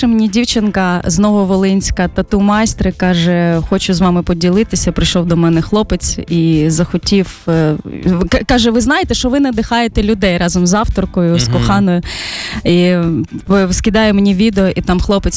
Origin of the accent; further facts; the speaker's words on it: Luhansk Oblast, Ukraine; moved away as an adult; now in Kyiv, Ukraine; Я з Луганської області